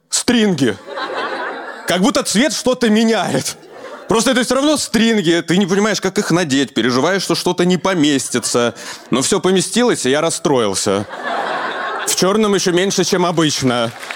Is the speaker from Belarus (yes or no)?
yes; Belarus; moved away as an adult; now in Moscow, Russia; мне 35 лет, я из Беларуси, обживаюсь в Москве